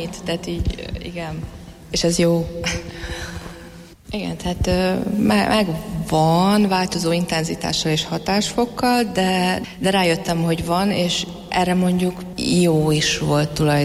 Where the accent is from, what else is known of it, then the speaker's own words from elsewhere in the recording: Szombathely, Vas, Hungary; moved away; én eljöttem Szombathelyről, tehát én szombathelyi vagyok